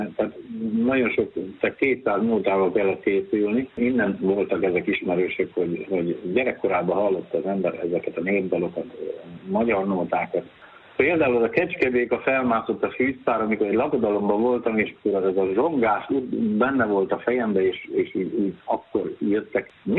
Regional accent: Karcag, Jász-Nagykun-Szolnok, Hungary; Karcagon születtem is itt, tehát a gyermekkorom is itt is élet a mai napig.

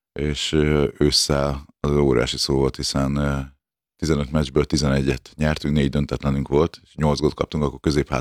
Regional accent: Nyíregyháza, Szabolcs-Szatmár-Bereg, Hungary; born there; Ugye 10 éves korom óta a Nyíregyház utánpótlásban nőttem fel.

